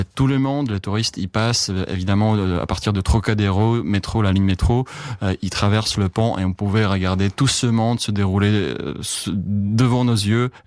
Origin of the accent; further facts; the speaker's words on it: Prague, Czechia; French is a second language; ma prof de français au lycée ici à Prague.